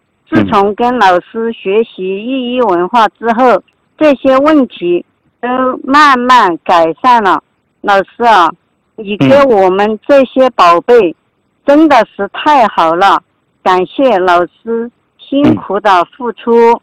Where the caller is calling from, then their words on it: Sichuan, China; 我来自于四川新月。今年61岁了。1964年农历10月23日出生。